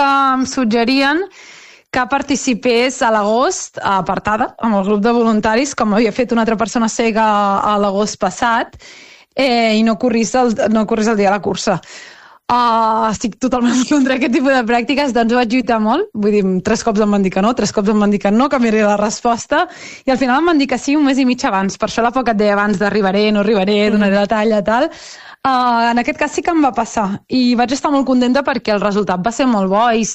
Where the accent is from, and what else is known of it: Vilassar de Mar, Catalonia, Spain